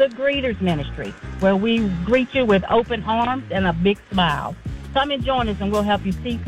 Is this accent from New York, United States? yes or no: no; Raleigh, North Carolina, United States; I'm from Raleigh, North Carolina.